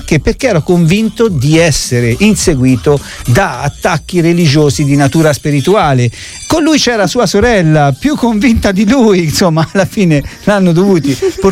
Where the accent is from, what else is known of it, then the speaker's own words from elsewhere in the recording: Rome, Lazio, Italy; io non so come si passa a sapere che sono romano